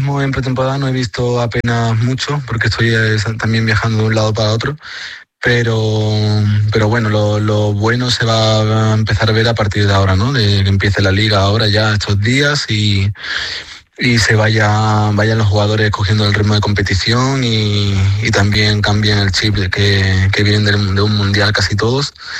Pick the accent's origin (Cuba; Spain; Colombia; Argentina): Spain; moved away; Fue la primera vez que yo salí de España y encontrarme allí con dos españoles más pues fue un punto de apoyo importante.